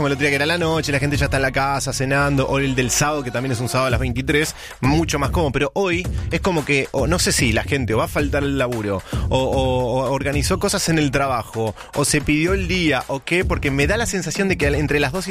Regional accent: Argentina; pero no hay como nosotros, como el argentino, en cuanto a su efervescencia.

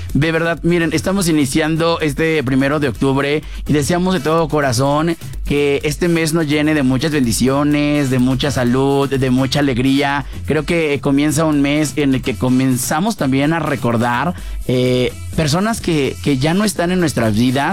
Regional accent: State of Mexico, Mexico; Yo vengo del Estado de México y allá mis hijos bailaban y... No. Festejaban el 10 de mayo y las kermeses, ni hablamos. Aquí no hacen nada.

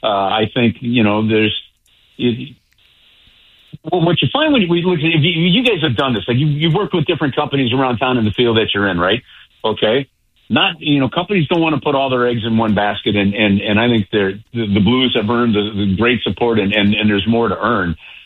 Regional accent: St. Louis, Missouri, United States; You know how much I love my hometown.

